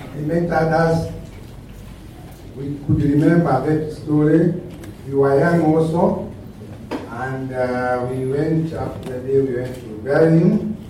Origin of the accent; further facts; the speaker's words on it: Murang'a, Murang'a County, Kenya; I come from Murang'a, the land of the Mau Mau, and the land of the freedom fighters also.